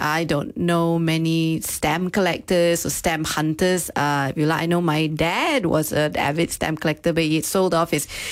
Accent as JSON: {"language": "English", "country": "Malaysia", "said": "being Malaysian"}